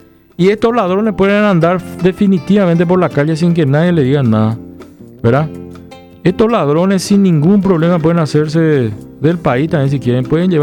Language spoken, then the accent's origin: Spanish; Paraguay; somos todos paraguayos y paraguayas